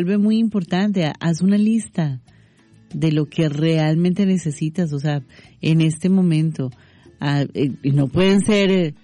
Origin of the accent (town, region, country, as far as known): Colombia